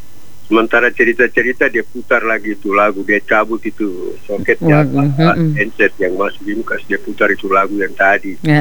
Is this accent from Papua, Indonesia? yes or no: yes; Jayapura, Papua, Indonesia; saya dari Jayapura.